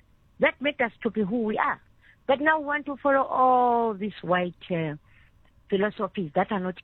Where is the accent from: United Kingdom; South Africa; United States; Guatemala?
South Africa; Eastern Cape; born there; now in Parktown, South Africa; And I've encountered such things at a tender age in the Eastern Cape, seeing how life was.